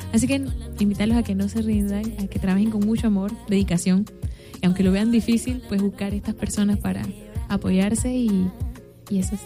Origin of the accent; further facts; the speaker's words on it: Aguadulce, Coclé, Panama; De Agua Dulce, de Coclé, de mi tierra hermosa, la Leña Roja. Y bueno, orgullosa de haber crecido ahí